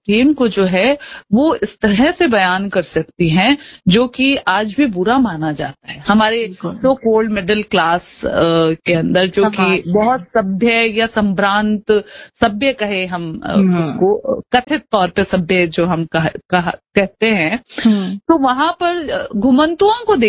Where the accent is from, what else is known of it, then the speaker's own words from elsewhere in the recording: Rajasthan, India; क्योंकि मैं एक कस्बे से आती हूँ, हमने बकरा बकरी वहां पर ये पशुपालन का ही ट्रेंड जो है वो वहां पर देखा है